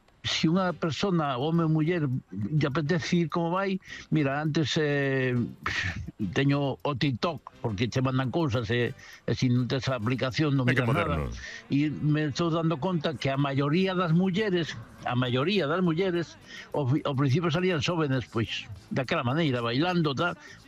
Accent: Vigo, Galicia, Spain

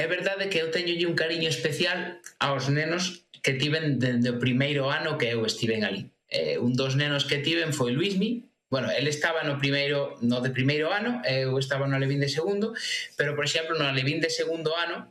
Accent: A Coruña, Galicia, Spain; Digo, eu son da Coruña.

